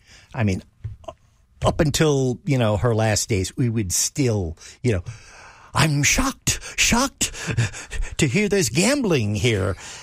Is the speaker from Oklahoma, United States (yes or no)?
no; New Orleans, Louisiana, United States; There was a time in New Orleans, my hometown, there was a UHF station